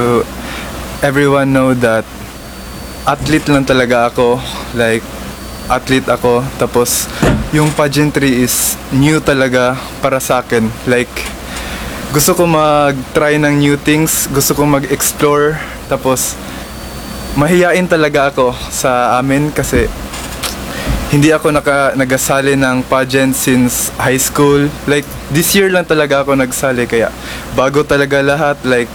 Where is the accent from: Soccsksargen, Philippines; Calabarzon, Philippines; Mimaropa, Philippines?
Soccsksargen, Philippines; Makilala; yung mayor namin sa Makilala